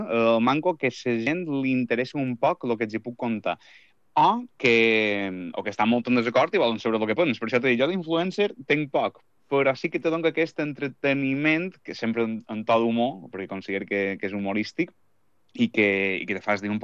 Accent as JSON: {"language": "Catalan", "town": "Sineu", "region": "Balearic Islands", "country": "Spain", "tie": "born or raised there", "said": "Jo soc de Sineu. La meva mare és Llongueta, de Santa Catalina, i mon pare és de Zamora. I jo he nascut i m'he criat i visc encara dia d'avui a Sineu."}